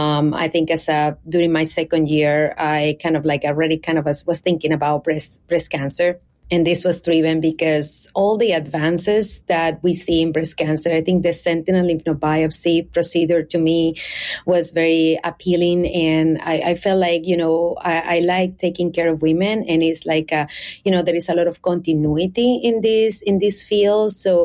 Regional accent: Caracas, Capital District, Venezuela; moved away as an adult; now in United States; So I actually was born and raised in Caracas, Venezuela.

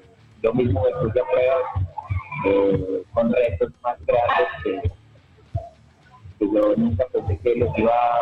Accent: Colombia; yo vengo creciendo en San Mateo, aquí en Chamaco. Yo vengo desde el barrio.

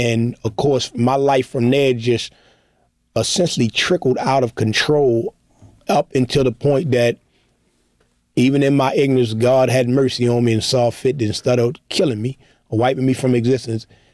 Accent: Baltimore, Maryland, United States; born or raised there

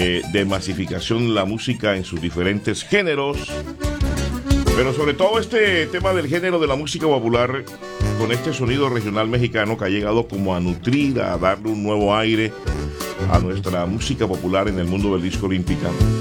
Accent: Colombia; en mi país, Colombia.

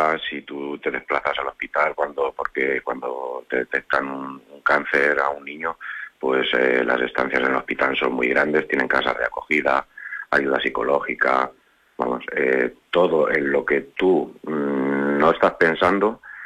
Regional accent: Quintanar del Rey, Castilla-La Mancha, Spain; yo soy de Quintanar del Rey

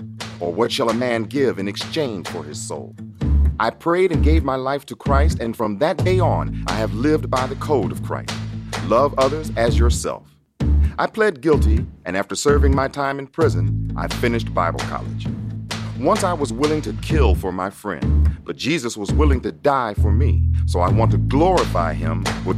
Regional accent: Chicago, Illinois, United States; I grew up in Chicago, where the code of the streets is, you hurt me, and I hurt you.

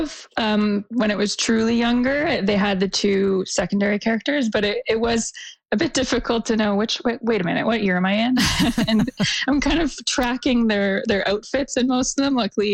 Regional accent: Ottawa, Ontario, Canada; being Canadian and from Ottawa specifically

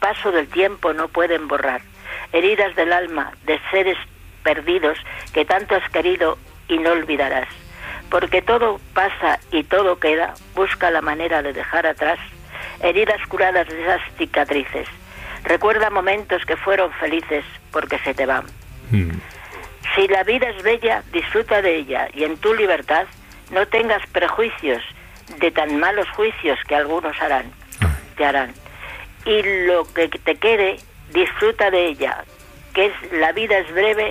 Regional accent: Valladolid, Castile and León, Spain; Yo soy de Valladolid.

